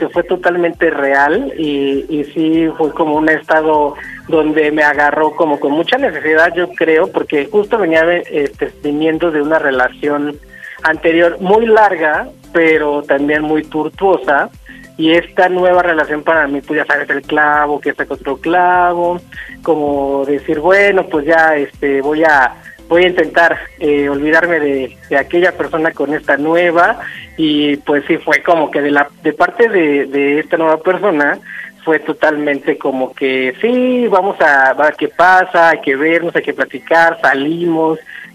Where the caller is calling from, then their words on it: Mexico City, Mexico; Soy de aquí, de la Ciudad de México